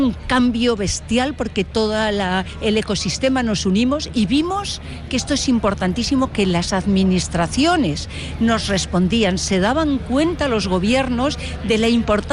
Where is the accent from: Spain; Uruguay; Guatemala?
Spain